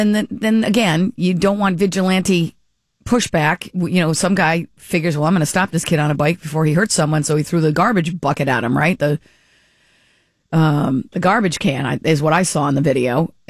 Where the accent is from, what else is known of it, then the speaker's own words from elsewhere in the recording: Rhode Island, United States; I always say Rhode Island